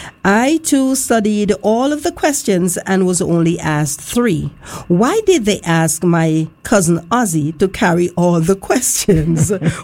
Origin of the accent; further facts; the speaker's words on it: Montserrat; born there; Montserrat, West Indies, and that's WI for West Indies, and the passport came back to me saying that I was born in Wisconsin because WI is also for Wisconsin.